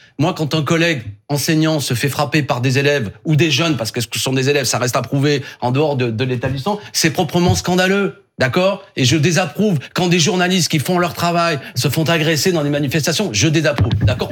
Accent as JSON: {"language": "French", "town": "Béziers", "region": "Occitanie", "country": "France", "tie": "born or raised there", "said": "Je suis originaire de Béziers."}